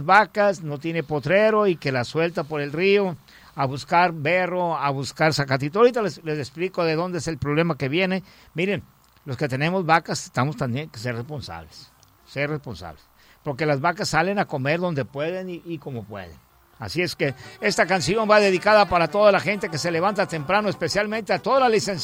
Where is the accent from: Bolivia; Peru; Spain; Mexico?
Mexico; Colima; Somos tercos, los mexicanos y los colimenses, somos bien tercos.